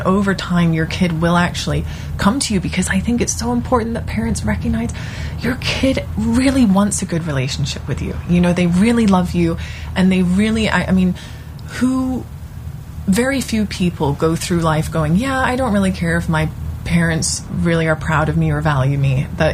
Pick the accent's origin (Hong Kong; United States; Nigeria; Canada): Hong Kong; growing up in Hong Kong